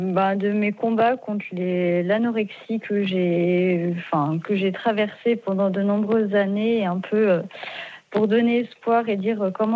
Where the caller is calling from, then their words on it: Bourgogne-Franche-Comté, France; Je vous appelle d'un petit village à côté de Dijon.